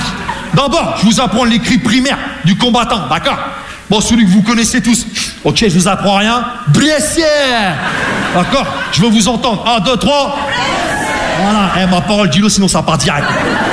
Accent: Rouen, Normandy, France; moi je viens de Rouen, tu vois, la Normandie, les Vikings

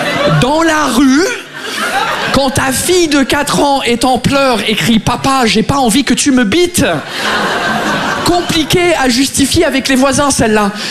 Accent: England, United Kingdom; French is a second language; now in France; je suis anglais. Ça fait 15 ans que je suis là, ça fait 15 ans que j'essaye de maîtriser votre langue.

